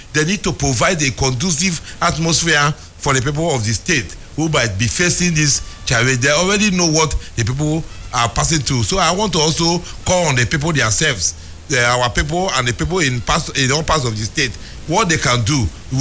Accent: Rivers, Nigeria; I'm from Awada East

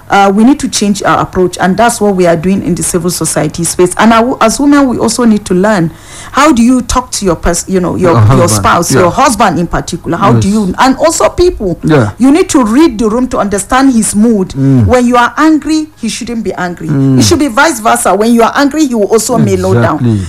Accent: Wase, Plateau, Nigeria; I'm from Plateau State, I'm from Wase. I'm a Nigerian.

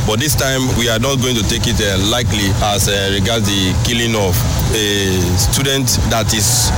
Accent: Nigeria; We, as Nigerian students, we condemn this act

